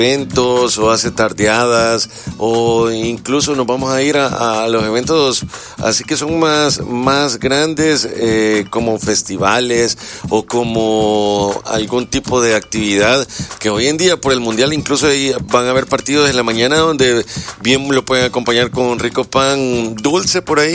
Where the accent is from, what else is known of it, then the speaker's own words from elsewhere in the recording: El Salvador; lo importante que es probar un rico café como todo salvadoreño